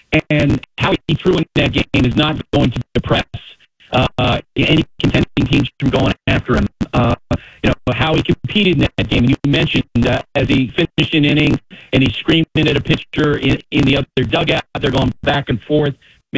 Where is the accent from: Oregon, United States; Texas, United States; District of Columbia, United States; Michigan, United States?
District of Columbia, United States; Washington; born there; I was born in Washington, D.C.